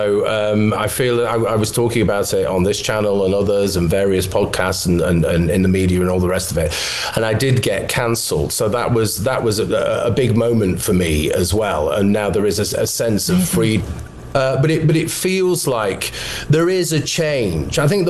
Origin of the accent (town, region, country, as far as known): Manchester, North West England, United Kingdom